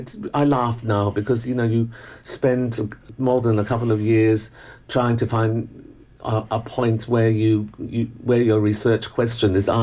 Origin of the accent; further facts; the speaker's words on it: Hong Kong; accent: educated Hong Kong English; although I look Chinese and my accent is an Australian, it's a very Hong Kong type of accent. Mm. So-called the educated Hong Kong English accent. I'm illiterate in Chinese, and that's in Cantonese. I can speak Cantonese, but I couldn't read Chinese